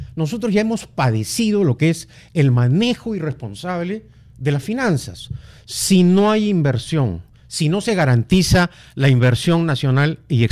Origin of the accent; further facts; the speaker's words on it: Peru; Como todo peruano, quiero que este gobierno tenga éxito.